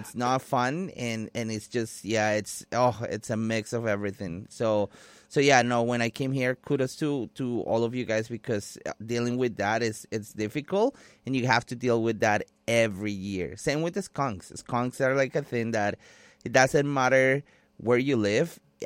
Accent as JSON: {"language": "English", "country": "Colombia", "moved": "yes", "lives_now": "London, Canada", "said": "so I'm not originally from here. People know that I'm from Colombia."}